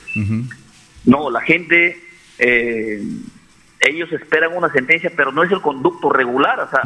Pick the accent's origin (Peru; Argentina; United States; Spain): Peru; Bagua Grande, Amazonas; en Bagua Grande, en mi tierra, en mi pueblo